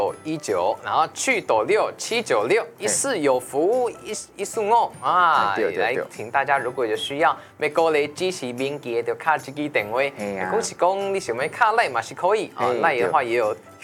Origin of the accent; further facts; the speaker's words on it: Taiwan; 我们台湾这边就很好